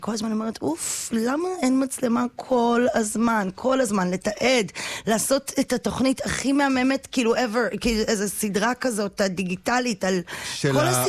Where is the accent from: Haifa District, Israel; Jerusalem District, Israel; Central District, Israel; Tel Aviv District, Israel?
Tel Aviv District, Israel; Holon; אני אחי, אני ישראלית, נשמה, אני נולדתי, גדלתי בחולון.